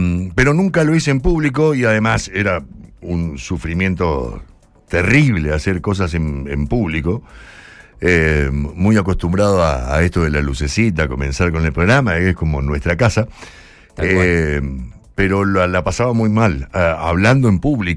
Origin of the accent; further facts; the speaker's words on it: Curuzú Cuatiá, Corrientes, Argentina; moved away; De Curuzú, Cuatía, provincia de Corrientes.